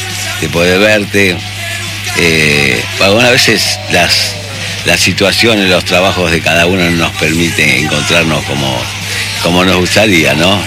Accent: Buenos Aires, Argentina; yo me crié en Once, mi barrio, Once Almagro, que iba al colegio, ahí nació todo.

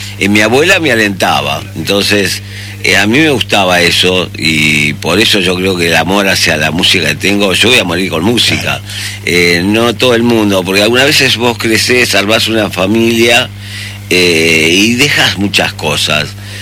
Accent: Buenos Aires, Argentina; yo me crié en Once, mi barrio, Once Almagro, que iba al colegio, ahí nació todo.

